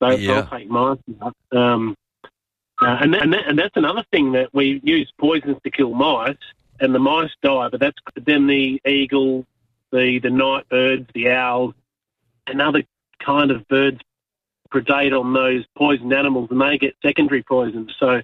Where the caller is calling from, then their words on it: Perth, Western Australia, Australia; Well, I'm calling from Perth, and I'm just on the creek here. Got the water running past me on the urban fringe in the Perth Hills.